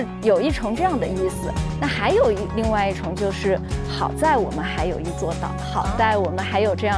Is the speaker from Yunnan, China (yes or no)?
yes; Kunming, Yunnan, China; 就是我们昆明人特别喜欢说的一个口头禅吧，